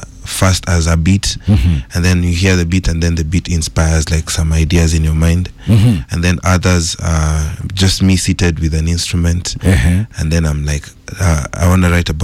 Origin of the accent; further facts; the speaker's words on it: Embu, Embu County, Kenya; now in Nairobi, Kenya; Yeah, I came into Nairobi from Embu.